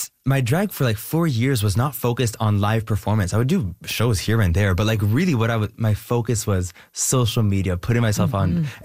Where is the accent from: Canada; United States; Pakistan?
Canada